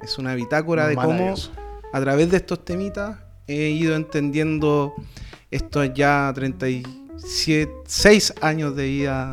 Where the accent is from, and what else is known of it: San Bernardo, Santiago Metropolitan Region, Chile